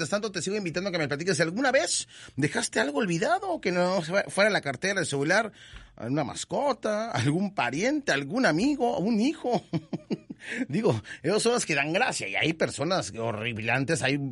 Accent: Mexico; cómo nos sentimos muchos mexicanos el día de ayer

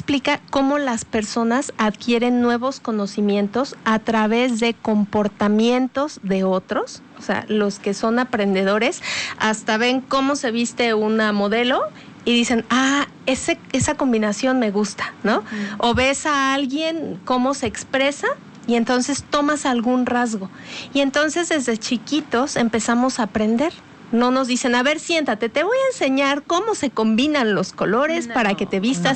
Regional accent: Mexico; nos representan desafortunadamente como mexicanos.

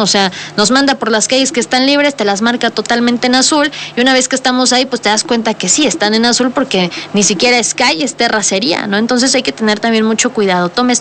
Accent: Puebla, Mexico; nosotros como poblanos estamos acostumbrados

